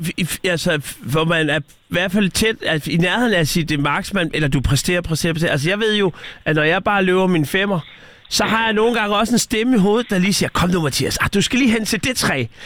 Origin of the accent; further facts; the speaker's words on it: Odense, Region of Southern Denmark, Denmark; som fynbo har man, og odenseaner har man lidt en fordel